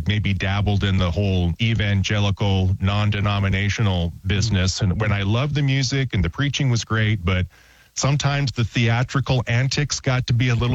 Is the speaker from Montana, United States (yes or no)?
yes; Montana, United States; moved away as an adult; now in Boise, United States; 1982 until I moved to Boise in May of 1990. And during those 23 years growing up in Montana